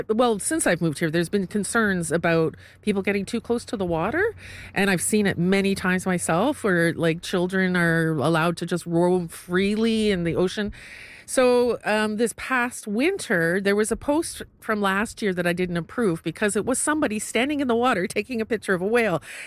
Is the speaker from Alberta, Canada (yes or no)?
no; Toronto, Ontario, Canada; now in Newfoundland and Labrador, Canada; So born and raised in Toronto downtown. And first trip 23 years ago and just fell in love with this province and this particular area. Like my parents are Irish.